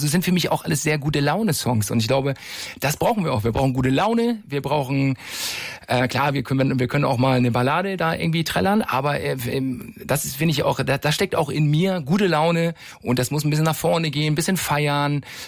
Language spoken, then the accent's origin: German; Breiholz, Schleswig-Holstein, Germany; Ich komme ja aus Schleswig-Holstein, aus Breiholz und bin so ein richtiger Schleswig.